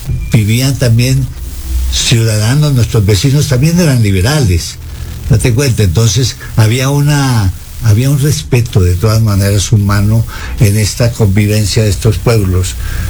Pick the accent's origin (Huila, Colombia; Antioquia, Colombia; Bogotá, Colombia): Huila, Colombia; Pitalito; moved away; Mi pueblo era fundamentalmente conservador.